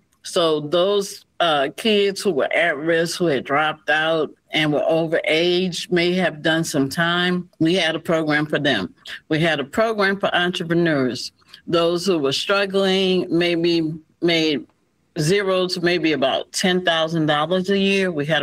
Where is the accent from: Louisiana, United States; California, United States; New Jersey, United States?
Louisiana, United States; New Orleans; because, of course, I'm originally from New Orleans.